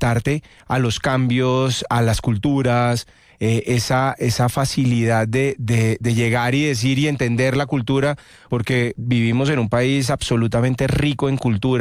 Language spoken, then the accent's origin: Spanish; Bogotá, Colombia; Nací y crecí en Bogotá, en la zona norte, en Usaquén.